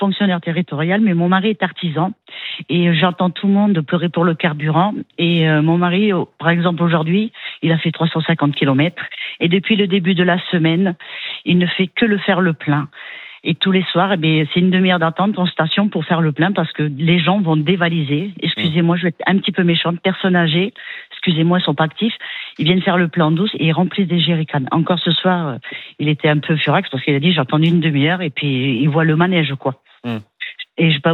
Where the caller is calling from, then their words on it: Cahors, Occitanie, France; Du 46 à Cahors.